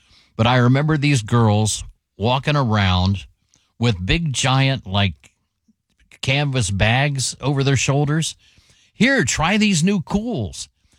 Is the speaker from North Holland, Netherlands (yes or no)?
yes; Amsterdam, North Holland, Netherlands; I'm from Amsterdam, and I can tell you that marijuana use in the United States is progressing much more rapidly than it did here in the Netherlands.